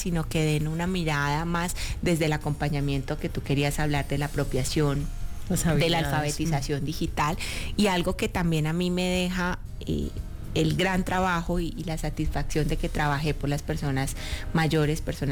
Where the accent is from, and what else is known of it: Yacopí, Cundinamarca, Colombia; born or raised there